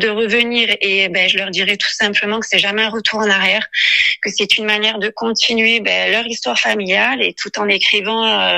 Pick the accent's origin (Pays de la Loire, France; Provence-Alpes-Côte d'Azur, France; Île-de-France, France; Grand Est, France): Provence-Alpes-Côte d'Azur, France; Marseille; now in Corsica, France; Je suis de Marseille de base, mais mes racines sont corses puisque ma grand-mère calvaise est originaire de Montcal et de Calenzane.